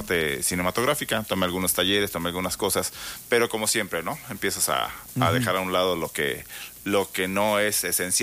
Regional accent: Uruapan, Michoacán, Mexico; moved away as an adult; now in Morelia, Mexico; yo soy de Europa, Michoacán.

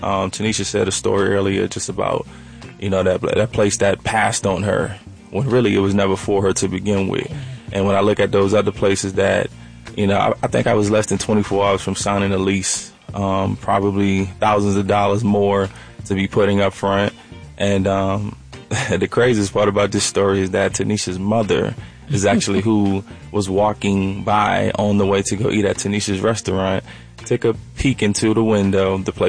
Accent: New Orleans, Louisiana, United States; moved away as an adult; now in Atlanta, United States; So I'm born and raised in New Orleans. I've been here since 2019, so I've spent some good time here in Atlanta.

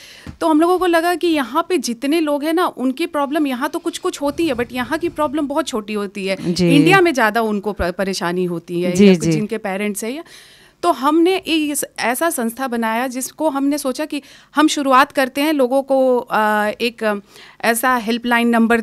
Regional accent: Jamshedpur, Jharkhand, India; moved away as an adult; मैं जमशेदपुर से, वहाँ भी हम अगल बगल से ही।

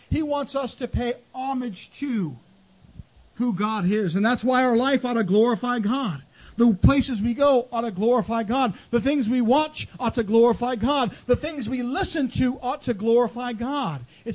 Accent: Temecula, California, United States; back yonder when I grew up in Temecula, California, it was a small town. That's 100,000 people there now. But back then, it was just a few thousand people, and one elementary school, and one junior high school, and no high school.

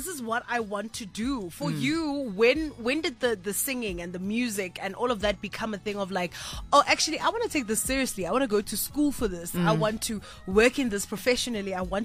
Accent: Kimberley, Northern Cape, South Africa; you are a Kimberley girl like I am.

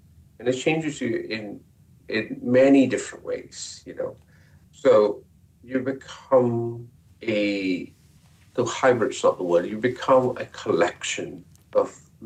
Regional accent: Malaysia; I'm a Malaysian.

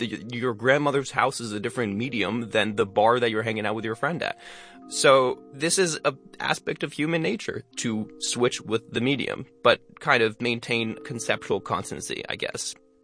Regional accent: Albany, New York, United States; my congressman where I grew up in Albany, New York

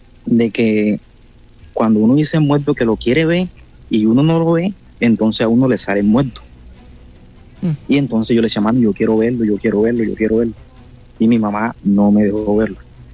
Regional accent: Puerto Escondido, Oaxaca, Mexico; now in Argentina; soy de Puerto Escondido, pero en este momento estoy acá en Argentina.

